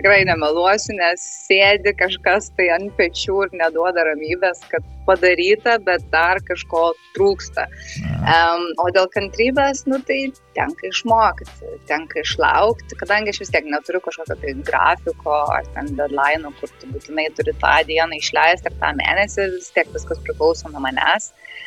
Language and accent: Lithuanian; Vilnius, Vilnius County, Lithuania; moved away; aš pati iš Vilniaus esu gimus, Joniškėse